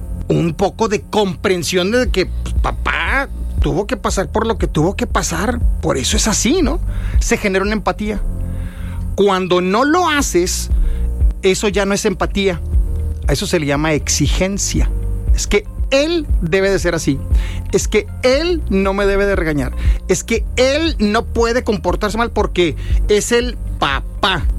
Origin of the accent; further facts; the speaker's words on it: Mexico; Específicamente con nuestra cultura, como somos los mexicanos, nuestras tradiciones, nuestras historias